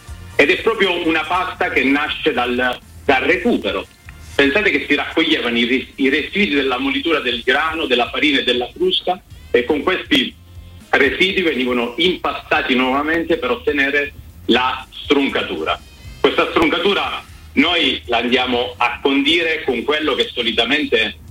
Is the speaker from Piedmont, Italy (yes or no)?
no; Gioia Tauro, Calabria, Italy; io sono nato e cresciuto a Gioia Tauro, nella Piana, e quando penso alla mia Calabria, penso prima di tutto ai profumi.